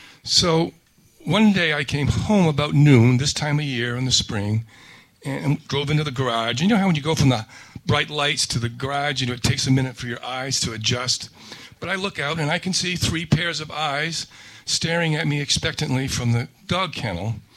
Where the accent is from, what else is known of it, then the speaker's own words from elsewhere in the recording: Newbury, Vermont, United States; So I'm from Newbury, Vermont, which is a little village over on the Connecticut River.